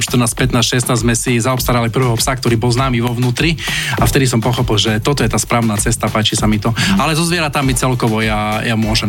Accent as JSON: {"language": "Slovak", "town": "Bardejov", "region": "Prešov Region", "country": "Slovakia", "said": "lebo my sme až z Bardejova."}